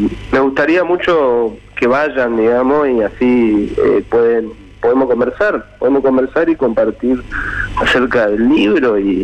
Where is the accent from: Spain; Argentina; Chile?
Argentina; Chaco; Sí, tiene mucho de eso, tiene mucho de lo que yo viví. Para mí el Chaco está lleno de literatura, entonces intento transmitir algo de eso.